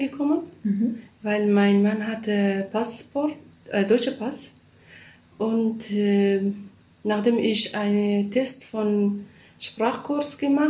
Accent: Iraq; German is a second language; moved away as an adult; now in Germany; sagt, ich bin Kurden, dann das nennt man, dass ich Araber bin oder so. Wegen des, man muss immer sagen, ich komme aus dem Nordirak.

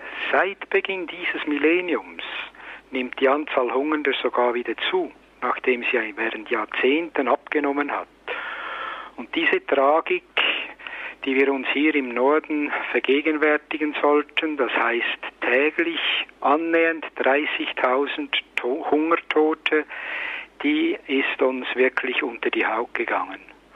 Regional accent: Switzerland; Erstens sind wir als Bürger der Schweiz in ein System eingebunden

